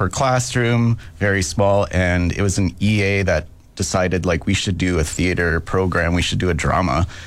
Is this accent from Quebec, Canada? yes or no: no; Letellier, Manitoba, Canada; Well, I grew up in Letelier.